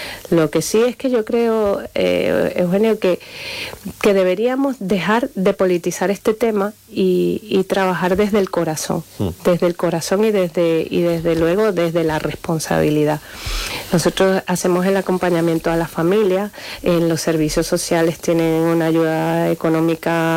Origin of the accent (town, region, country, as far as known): Venezuela